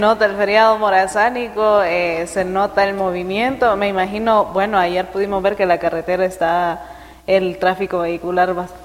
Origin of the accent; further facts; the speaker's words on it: Honduras; Valoremos nosotros mismos como hondureños nuestro país, nuestra tierra.